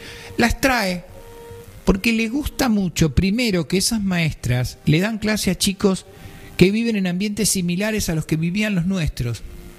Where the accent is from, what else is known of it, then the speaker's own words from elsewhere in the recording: Buenos Aires, Argentina; como somos todos porteños